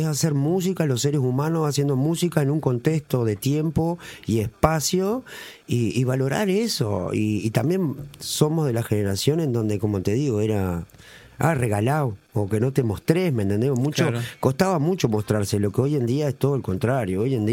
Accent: Salto, Uruguay; el hecho de ser salteño yo no me lo tengo que proponer, porque simplemente ya lo soy.

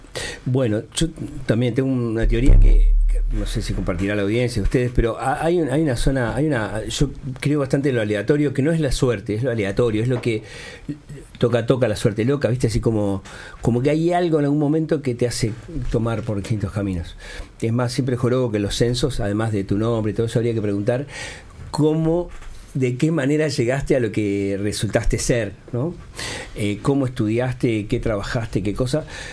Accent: Montevideo, Uruguay; Mi familia es de una familia humilde, ¿no? Bastante humilde. Somos del Cerro, cerquita de Cerro Norte ahí.

